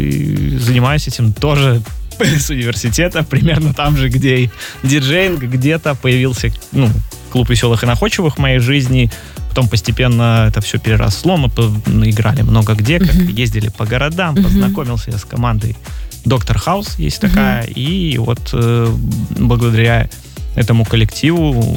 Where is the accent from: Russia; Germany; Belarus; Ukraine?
Belarus; Liozna, Vitebsk Region; now in Minsk, Belarus; я сам вообще из Лиозна, это возле Витебска.